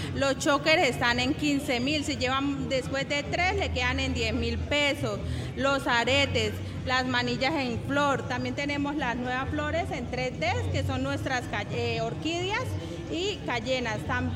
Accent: Arauca, Colombia; Vengo del departamento de Arauca.

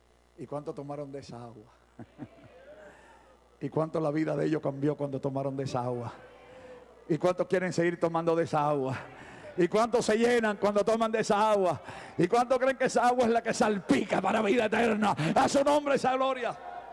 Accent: Lebanon; moved away; yo hace 40 años que tomé de esa agua. Cuando vine del Líbano para acá buscando un montón de cosas.

